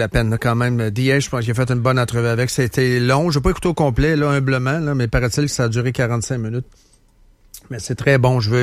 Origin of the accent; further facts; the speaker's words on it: Shawinigan, Quebec, Canada; Moi, je prenais Canadien, vous connaissez l'histoire. Je viens de Shawinigan